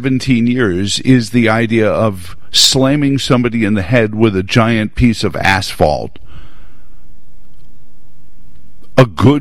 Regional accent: New York City, New York, United States; born or raised there

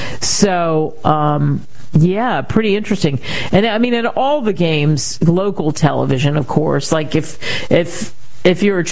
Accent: Philadelphia area, United States; I grew up in Eagles territory

